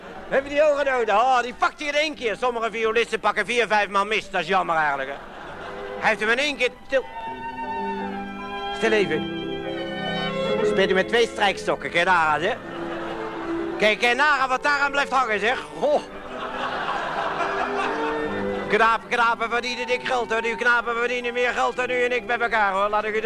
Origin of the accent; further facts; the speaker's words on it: Netherlands; Zo zijn wij Hollanders, hè.